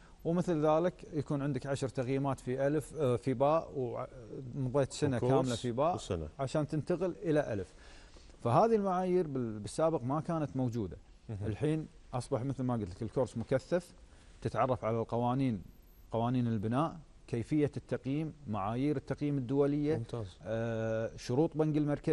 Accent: Kuwait; عندنا بالكويت

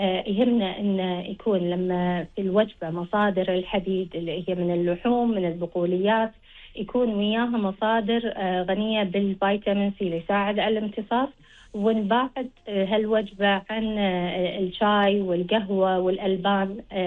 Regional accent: Kuwait; عندنا في الكويت

